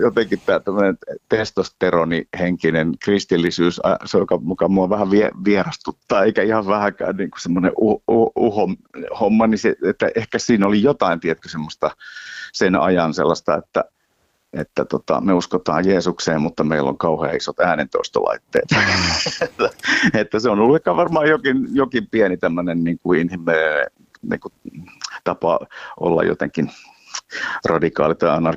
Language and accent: Finnish; Oravikoski, North Savo, Finland; moved away; mä tulin niin kuin Oravikosken kaivoskylältä tuommoiseen ammattilaisbändiin